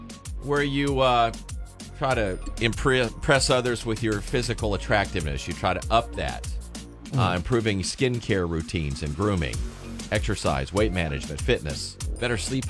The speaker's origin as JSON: {"language": "English", "town": "Wichita", "region": "Kansas", "country": "United States", "tie": "born or raised there", "said": "We were raised in Wichita, Kansas, 50-mile-an-hour winds."}